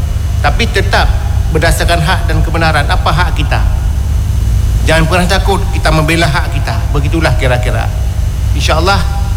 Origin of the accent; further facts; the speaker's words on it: Aceh, Indonesia; jadi syukur kita orang Aceh ini banyak darah-darah pejuang yang datang dari Kabul, dari Persia